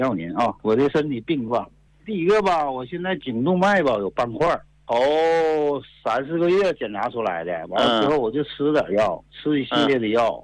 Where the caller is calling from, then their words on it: Shenyang, Liaoning, China; 我家住沈阳，沈阳。